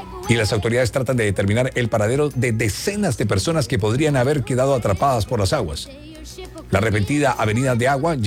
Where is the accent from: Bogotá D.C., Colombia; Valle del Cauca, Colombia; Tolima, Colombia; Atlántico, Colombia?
Atlántico, Colombia; Barranquilla; Como yo soy de Barrio Bajo, ustedes entenderán que el Tomás Arrieta era parte de mi escenografía, de la niñez.